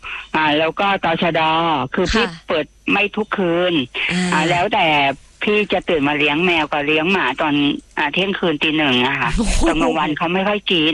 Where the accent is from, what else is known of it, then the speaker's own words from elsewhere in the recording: Ratchaburi, Thailand; accent: Northern Thai (Tai Yuan, Chiang Saen descendants); พี่อยู่ราชบุรีก็จริงนะคะแต่ว่าพี่พูดภาษาเหนือได้